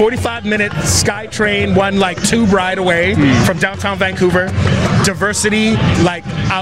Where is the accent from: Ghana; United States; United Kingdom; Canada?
Ghana; Yeah, I'm Ghanaian.